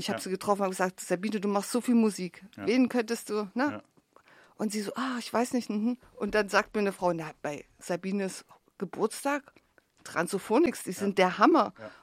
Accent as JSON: {"language": "German", "town": "Weimar", "region": "Thuringia", "country": "Germany", "said": "ich komme ja auch aus Weimar"}